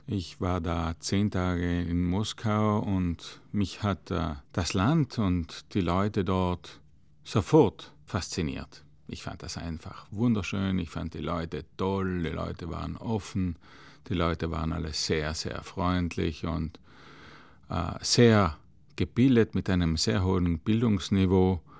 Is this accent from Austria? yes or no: no; Trentino-Alto Adige, Italy; Das war eigentlich der erster Bezug bei uns in Südtirol zu einem Honorarkonsulat, auch für mich natürlich.